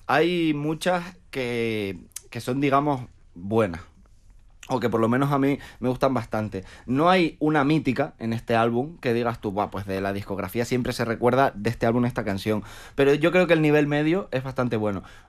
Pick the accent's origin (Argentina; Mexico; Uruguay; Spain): Spain; Canary Islands; yo que soy canario